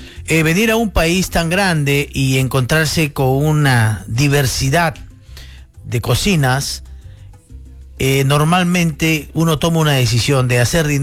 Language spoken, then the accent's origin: Spanish; Peru; moved away as an adult; now in Tyler, Texas, United States